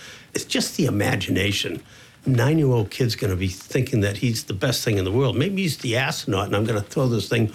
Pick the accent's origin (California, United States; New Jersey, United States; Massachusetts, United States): Massachusetts, United States; Wakefield; Well, I grew up in Wakefield. I used to summer on Cape Cod, and when I was 6 or 7 years old, I went over to the local drugstore